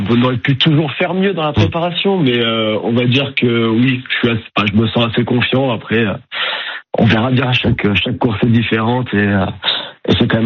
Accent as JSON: {"language": "French", "region": "Provence-Alpes-Côte d'Azur", "country": "France", "tie": "born or raised there", "said": "Moi, du coup, je suis originaire de la Côte d'Azur. Je suis grandi à Montsartou, donc pas bien loin de Nice."}